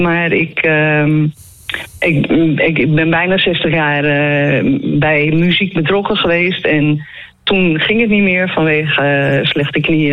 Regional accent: Hilversum, North Holland, Netherlands; moved away; Ik ben over het spoor opgegroeid. In Oost.

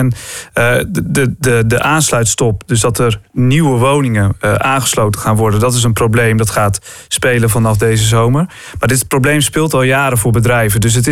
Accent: Utrecht, Netherlands; Maar net wat ik zeg, dit gaan we als Utrechters allemaal merken.

